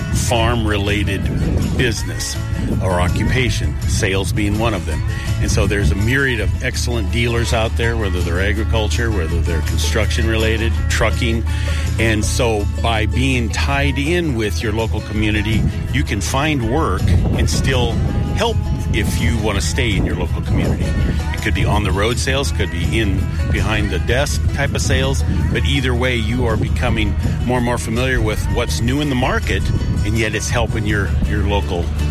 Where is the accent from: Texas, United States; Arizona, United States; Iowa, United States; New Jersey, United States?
Iowa, United States; Holstein; moved away as an adult; now in Omaha, United States; I grew up in Holstein and grew up on a farm.